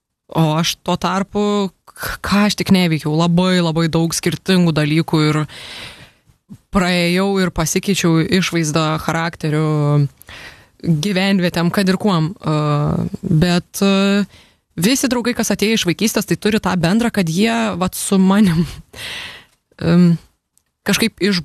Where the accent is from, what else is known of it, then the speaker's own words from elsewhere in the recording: Kuršėnai, Šiauliai County, Lithuania; moved away as an adult; also born or lived in London; išvažiavau vėliau aš iš Šiaulius mokytis į gimnaziją, pasibaigti, nes man kuršienai atsit per mažą jau, tai aš išvažiavau gimnaziją, baigiau Šiauliuose ir variau ten į Londoną, išsikrausčiau